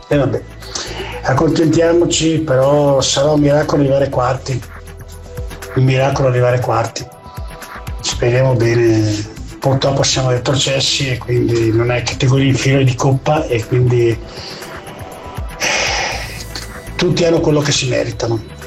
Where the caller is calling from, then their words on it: Ferrara, Emilia-Romagna, Italy; Io sono di Ferrara